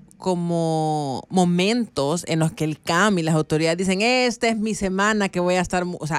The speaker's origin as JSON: {"language": "Spanish", "town": "Antiguo Cuscatlán", "region": "La Libertad", "country": "El Salvador", "said": "En Antiguo, mi pueblo"}